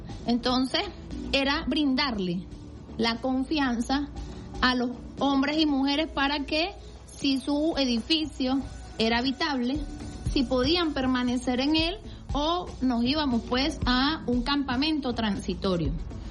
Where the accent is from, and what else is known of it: Venezuela; now in Caracas, Venezuela